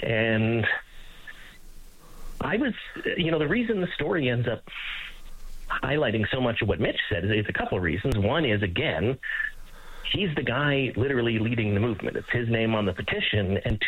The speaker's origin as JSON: {"language": "English", "town": "Calgary", "region": "Alberta", "country": "Canada", "tie": "born or raised there", "also_born_or_lived": "Edmonton", "said": "Yeah, so I'm from Alberta. I grew up in Calgary, born in Edmonton"}